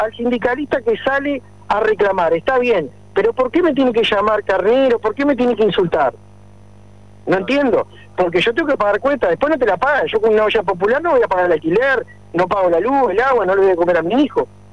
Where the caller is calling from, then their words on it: Uruguay; como uruguayos que somos